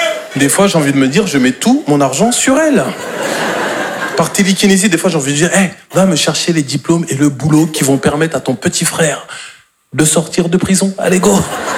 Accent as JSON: {"language": "French", "region": "Normandy", "country": "France", "said": "Moi, je suis normand de base"}